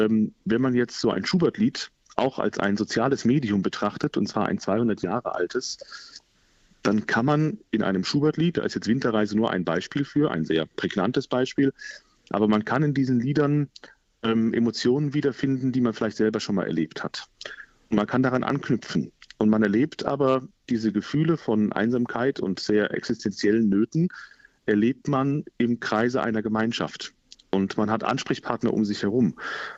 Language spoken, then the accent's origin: German; Limburg an der Lahn, Hesse, Germany; moved away; mein Vater, der auch gebürtiger Limburger ist, genauso wie ich